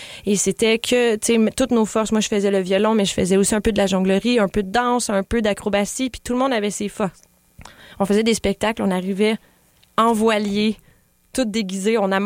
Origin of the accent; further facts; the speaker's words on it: Canada; on était 4 filles canadiennes